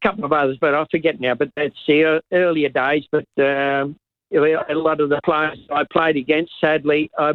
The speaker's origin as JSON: {"language": "English", "town": "Sydney", "region": "New South Wales", "country": "Australia", "tie": "born there", "said": "I'm now in the Bankstown area"}